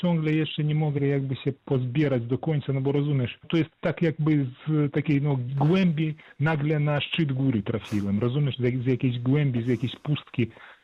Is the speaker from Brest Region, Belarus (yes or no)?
no; Grodno Region, Belarus; moved away; Jestem Polakiem z Nadniemna, tam jest moja ojczyzna, moja grodzieńszczyzna, no tam są groby moich przodków